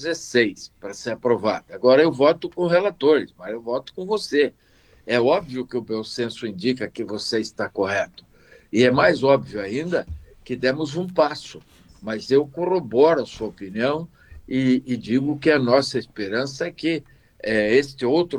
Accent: Paraná, Brazil; Nós somos paranaenses, Nós somos brasileiros

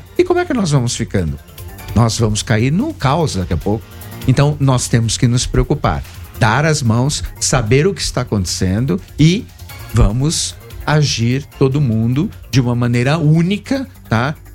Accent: São Paulo, Brazil; essa sua lembrança me fez lembrar a lembrança da minha infância em São Paulo, tá?

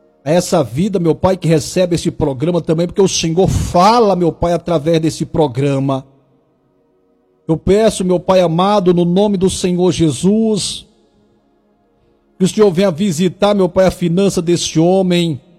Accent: Tocantins, Brazil; Eu sou do Tocantins, viu? Goiano. Quando eu nasci era Goiás ainda.

